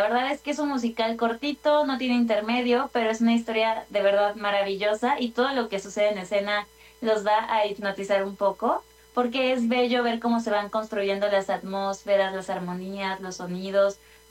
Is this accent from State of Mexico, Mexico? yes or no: yes; State of Mexico, Mexico; moved away as an adult; now in Mexico City, Mexico; Yo soy del Estado de México, pero viví algún tiempo bueno, allá en el norte